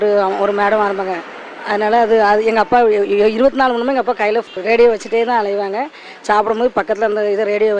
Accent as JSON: {"language": "Tamil", "town": "Kulasekarapattinam", "region": "Tamil Nadu", "country": "India", "tie": "born or raised there", "said": "பழையங்குட்டை. எனக்கு என்னுடைய சொந்த ஊர் கொலசேரிப்பட்டினம்."}